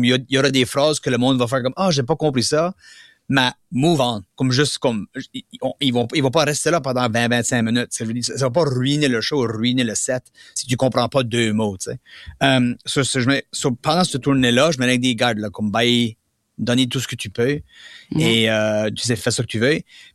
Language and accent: French; Baie Sainte-Marie, Nova Scotia, Canada; accent: Acadian (Baie Sainte-Marie); moved away; je viens de la Baie-Saint-Marie, en Nouvelle-Écosse, qui a un accent assez particulier, tu sais, quand même. C'est pas un accent du Nouveau-Brunswick, c'est un accent dit vraiment de là, tu sais. On sait vraiment que tu viens de là quand tu l'entends.